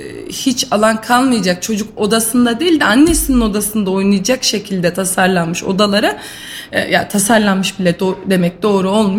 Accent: Kayseri, Turkey; also born or lived in Trabzon; doğma büyüme Kayseriliyim aslında.

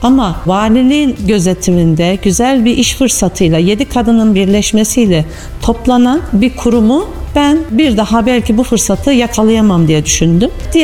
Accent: Ağırnas, Kayseri, Turkey; Ağrınaslıyım, doğma büyüme. Ağrınas'ın kızı ve geliniyim şu anda.

